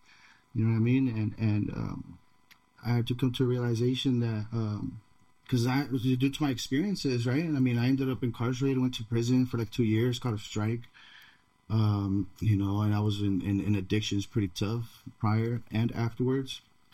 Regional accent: San Jose, California, United States; I'm originally from San Jose, and I grew up, you know, around, you know, gang banging, you know. I lived out there in the west side, you know, kind of went to school in the south

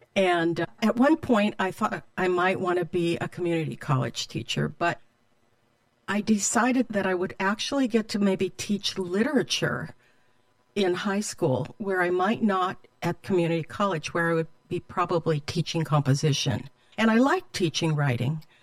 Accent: Toledo, Ohio, United States; also born or lived in Michigan / Puerto Rico / San Diego, California; We moved a bit. I was born in Michigan. Then our family moved to Puerto Rico. Then my parents got divorced. So we moved in with my grandparents in Toledo, Ohio. My mother went to grad school. And then we moved across the country to San Diego

